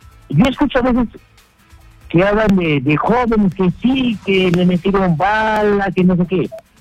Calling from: Puno, Peru; le hablo desde Puno.

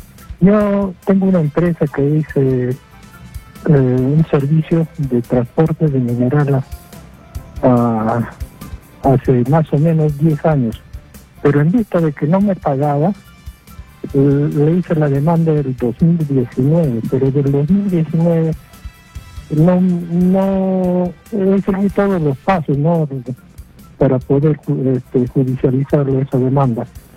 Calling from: Huancayo, Junín, Peru; Le estoy llamando desde Huancayo

